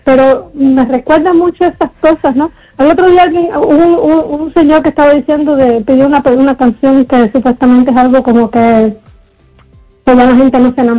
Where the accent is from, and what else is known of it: Cuba; now in Spain